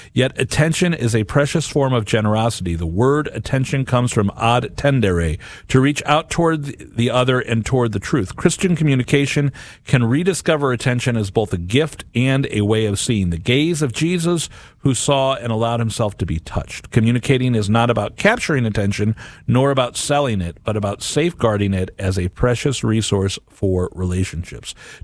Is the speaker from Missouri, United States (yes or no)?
yes; St. Louis, Missouri, United States; I grew up in St. Louis.